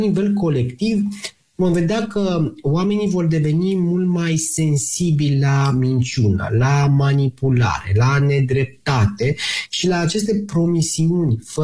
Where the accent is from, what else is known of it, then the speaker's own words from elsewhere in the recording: Romania; și la nivel de România, pentru că suntem români